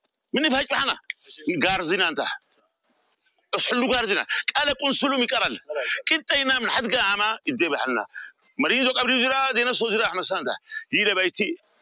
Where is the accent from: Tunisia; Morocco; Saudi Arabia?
Morocco; مرحبا انا مغربي